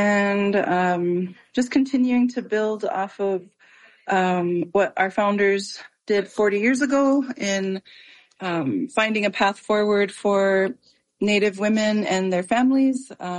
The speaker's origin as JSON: {"language": "English", "town": "Mandaree", "region": "North Dakota", "country": "United States", "tie": "born or raised there", "moved": "yes", "said": "just thankful to have grown up out in Mandaree and been able to experience different things with family, with the cousins, and, you know, being out in the country"}